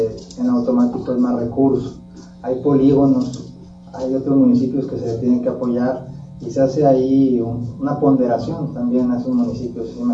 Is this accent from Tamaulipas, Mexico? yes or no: yes; Reynosa, Tamaulipas, Mexico; yo soy de Reynosa